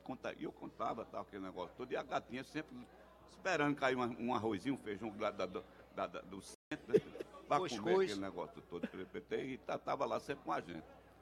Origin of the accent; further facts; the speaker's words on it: Caruaru, Pernambuco, Brazil; now in Recife, Brazil; Eu sou de Caruaru.